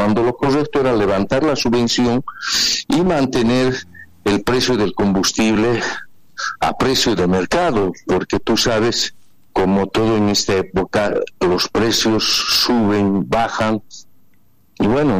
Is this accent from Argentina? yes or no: no; Bolivia; Somos los bolivianos